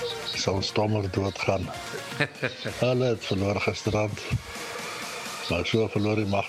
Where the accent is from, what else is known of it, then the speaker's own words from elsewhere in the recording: Cape Town, Western Cape, South Africa; Ek het in die Kaap groot geword.